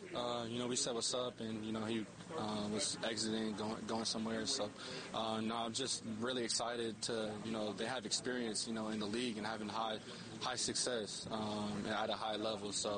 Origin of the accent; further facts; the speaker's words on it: Dallas, Texas, United States; Yeah, I mean, I grew up in Dallas, Texas. I went to Allen.